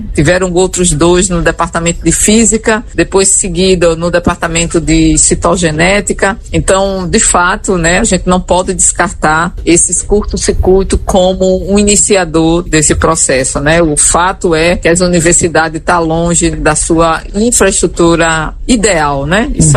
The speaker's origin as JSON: {"language": "Portuguese", "region": "Northeast Region", "country": "Brazil", "said": "mas somos nordestino, esse povo tão guerreiro, né, Mara, que sobrevive com tão pouco, mas ressurge, né?"}